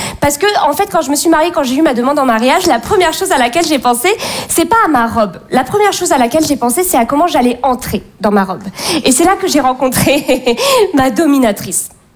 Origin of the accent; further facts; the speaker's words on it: Bordeaux, Nouvelle-Aquitaine, France; je viens de Bordeaux et ayant grandi dans le milieu bourgeois bordelais, j'ai fait beaucoup de rallyes.